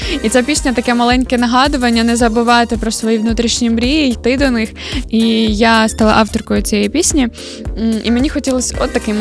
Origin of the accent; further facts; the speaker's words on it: Kamianets-Podilskyi, Khmelnytskyi Oblast, Ukraine; Знімали ми на Бакоті, на моїй батьківщині, тому що я родом з Кам'янця-Подільського.